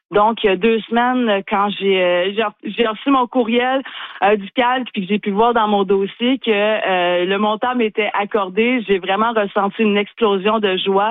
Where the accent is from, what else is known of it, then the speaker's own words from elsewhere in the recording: Magdalen Islands, Quebec, Canada; now in Sherbrooke, Canada; mon père, en fait, on vient des Amazones